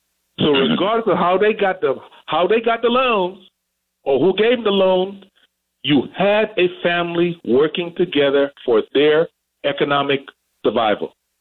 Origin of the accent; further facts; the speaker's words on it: Washington, District of Columbia, United States; I grew up in Southwest D.C., and I own 2 apartments in every ward in D.C., multi-level of apartments.